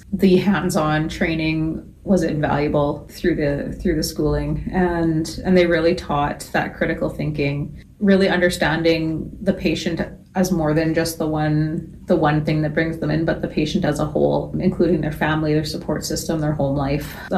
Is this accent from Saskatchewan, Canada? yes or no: yes; Prince Albert, Saskatchewan, Canada; I'm originally from Prince Albert. Grew up here, did all of my schooling here. Moved to Saskatoon out of high school, did nursing school in Saskatoon, met my husband, who's also from Prince Albert. We lived for about 10 years in Saskatoon, and then we moved back here